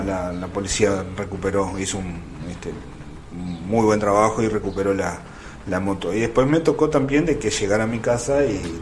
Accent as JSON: {"language": "Spanish", "region": "Salto", "country": "Uruguay", "said": "No, yo soy salteño."}